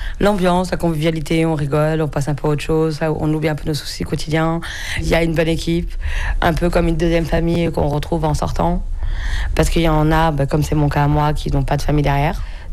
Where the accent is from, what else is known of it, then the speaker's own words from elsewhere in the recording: France; born there; Je suis née en France.